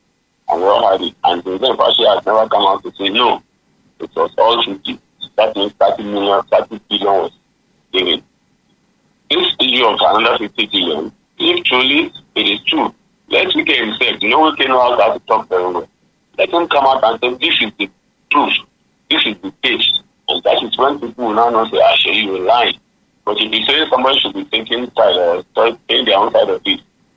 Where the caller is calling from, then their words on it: Ibadan, Oyo, Nigeria; I'm calling from Mokola.